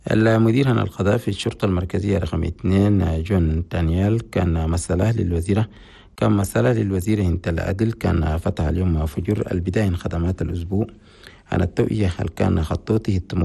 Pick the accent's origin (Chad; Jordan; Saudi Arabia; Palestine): Chad; النزاعات والمصالحة في بلدنا تشاد